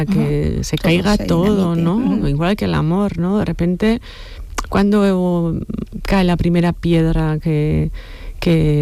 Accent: Errenteria, Basque Country, Spain; Yo soy de Rentería y allí hicieron grandísimas cosas, ¿no?

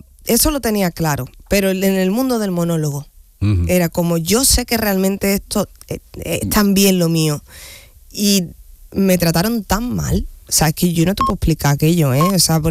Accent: Andalusia, Spain; yo soy andaluza, soy mujer, soy cómica

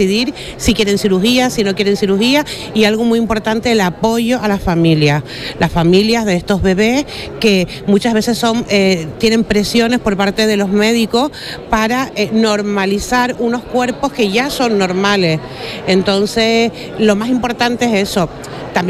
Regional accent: Canary Islands, Spain; en mi caso, que vengo de Canarias

